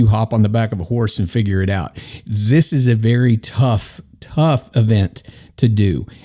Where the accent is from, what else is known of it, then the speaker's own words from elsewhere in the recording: the South, United States; growing up in the South like I did, it is a unique event to go watch